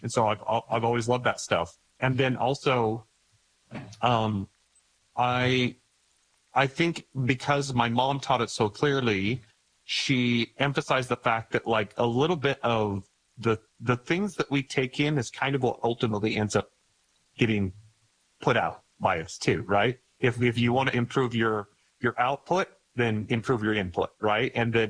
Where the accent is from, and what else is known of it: Idaho, United States; born or raised there